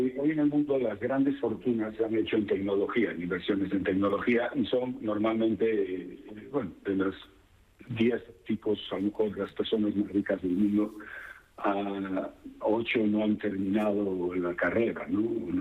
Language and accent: Spanish; Galicia, Spain; Yo soy gallego 100%, ¿sabes?